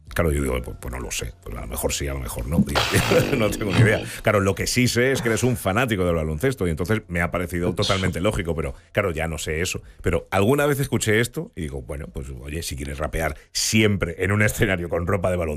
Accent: Argentina; sabiendo que yo soy una persona argentina y que realmente lo que estoy es participando de esto, pero con las limitaciones, evidentemente, de mi origen.

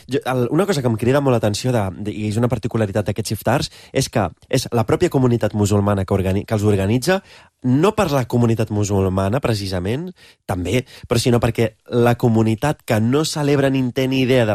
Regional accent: Roses, Catalonia, Spain

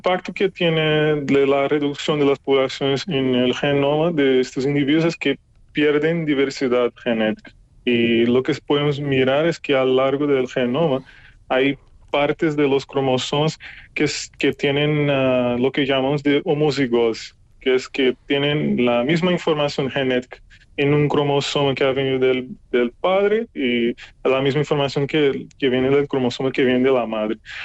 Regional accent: Brazil; Spanish is a second language; como yo también, que soy de Brasil

